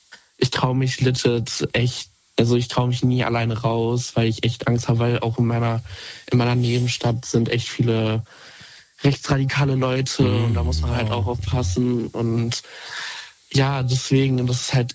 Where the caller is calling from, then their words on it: North Rhine-Westphalia, Germany; Aus NRW, Nähe Paderborn.